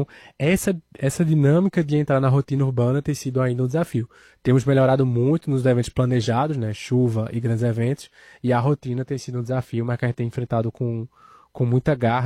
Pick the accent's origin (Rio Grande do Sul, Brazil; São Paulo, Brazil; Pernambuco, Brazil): Pernambuco, Brazil; Então, quando eu não sou natural de Recife, eu sou do interior do estado. Então, quando eu vim estudar aqui na Universidade Federal